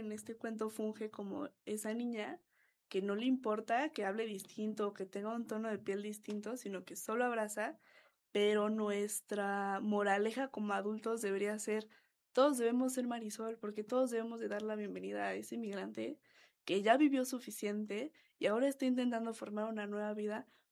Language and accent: Spanish; Querétaro, Mexico; born there; O sea, yo nací aquí en Querétaro, pero pues mis papás sí son migrantes, digámoslo, internos.